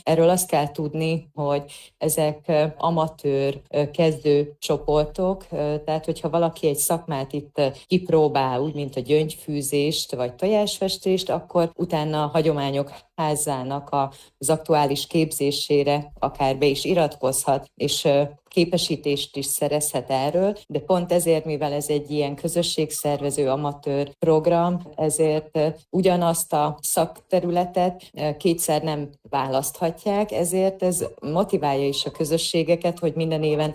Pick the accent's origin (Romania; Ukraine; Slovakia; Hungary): Ukraine; Zakarpattia Oblast; Igen, hát az elmúlt napokban otthon Kárpátalján a Szürtei rendezvénytermünkben tartottuk meg az évadzáró szakkör kiállítást